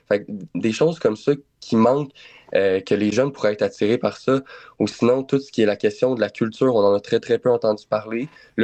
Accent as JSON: {"language": "French", "town": "Warwick", "region": "Quebec", "country": "Canada", "moved": "as an adult", "lives_now": "Jonquière, Canada", "said": "Moi, j'ai déménagé. Je viens de Warwick, dans le coin de Victoriaville."}